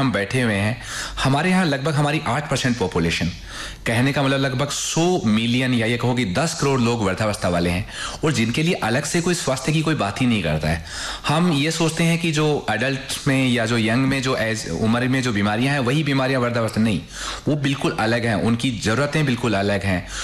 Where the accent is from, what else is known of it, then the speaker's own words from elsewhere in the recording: Sikar, Rajasthan, India; moved away as an adult; also born or lived in Tamil Nadu / Jaipur / Lucknow; now in Jodhpur, India; वैसे तो मैं सीकर से बिलोंग करता हूँ